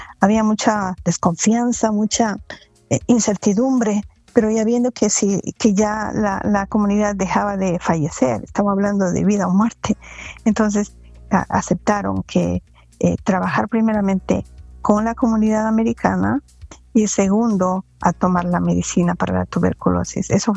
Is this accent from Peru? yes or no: no; Cuenca, Azuay, Ecuador; Como ecuatoriana, me identifiqué, dije, wow, yo no sabía, ¿verdad? Yo vengo de Cuenca, de una ciudad